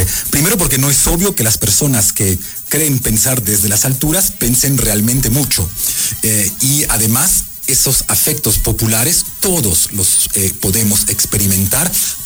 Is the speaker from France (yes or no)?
yes; France; now in Ecuador; yo nunca me siento más francés en Ecuador que durante esas semanas.